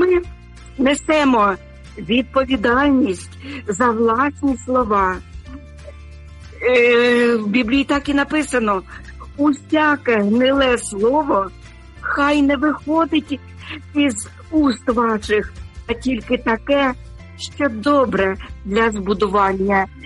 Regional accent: Sumy Oblast, Ukraine; now in Denmark; на мою рідну Україну, на мою рідну Сумщину, в мою рідну церкву Різдва. Мені здається, ще секундочка, і ви почнете співати. Ви знаєте, бо я дуже сумую. Я вже два роки тут в Данії, але серце моє в Україні.

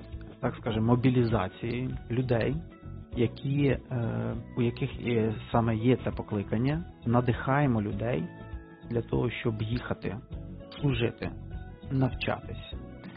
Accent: Bila Tserkva, Kyiv Oblast, Ukraine; Я з Білої церкви.

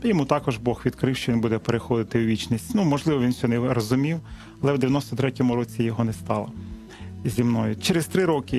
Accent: Hostomel, Kyiv Oblast, Ukraine; moved away as an adult; also born or lived in Sumy; Ну, народився я в Київській області, селище Гостомель, в 1970 році. Закінчив там 10 класів.

